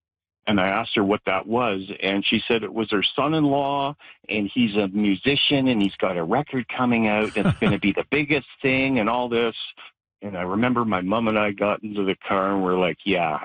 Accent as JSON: {"language": "English", "town": "Toronto", "region": "Ontario", "country": "Canada", "tie": "born or raised there", "moved": "as an adult", "lives_now": "Kenora, Canada", "said": "I grew up in Toronto. I was there most of my life."}